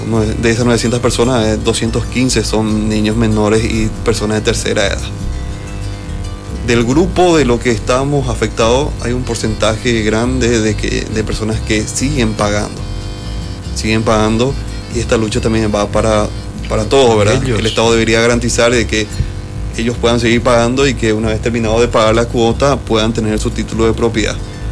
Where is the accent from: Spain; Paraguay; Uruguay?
Paraguay; lo que a nosotros nos golpea como paraguayos.